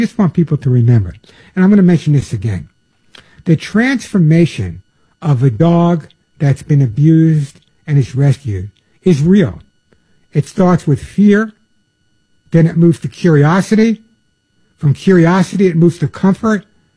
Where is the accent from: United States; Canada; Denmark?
United States; New York; accent: New York